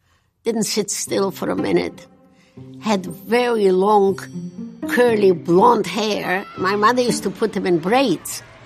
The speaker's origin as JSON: {"language": "English", "town": "Lublin", "region": "Lublin Voivodeship", "country": "Poland", "tie": "born or raised there", "second_language": "English", "moved": "yes", "said": "I was born in Lublin, Poland, in 1929, May the 27th."}